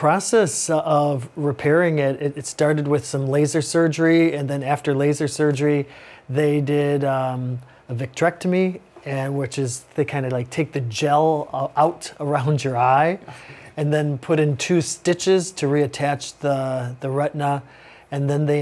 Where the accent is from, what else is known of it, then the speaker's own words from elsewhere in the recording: Chicago, Illinois, United States; I'm from Chicago